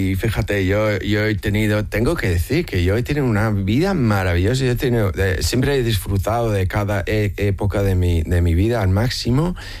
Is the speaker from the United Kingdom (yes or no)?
yes; United Kingdom; born there; Spanish is a second language; Entonces me afinca mucho en mi país natal